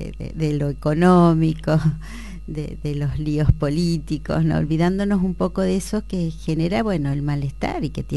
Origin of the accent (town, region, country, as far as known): Argentina